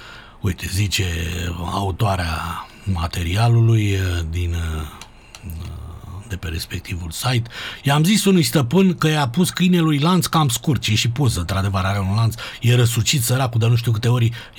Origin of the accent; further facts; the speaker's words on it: Găiești, Dâmbovița, Romania; born there; moved away as an adult; also born or lived in Târgoviște; now in Bucharest, Romania; M-am născut eu, m-am venit de la Târgoviște, la Găiești